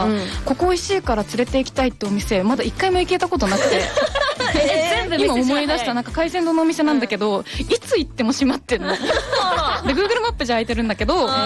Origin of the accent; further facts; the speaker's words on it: Fukuoka, Japan; moved away as an adult; now in Tokyo, Japan; この前、この前福岡に帰った時に、なんか私は大学で上京してるからあんまり飲み屋とかに行ったことがなくて